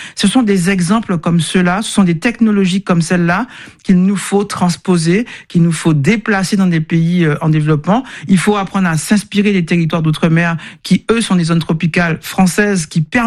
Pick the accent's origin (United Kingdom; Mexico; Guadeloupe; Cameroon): Guadeloupe; born there; Je suis née en Guadeloupe.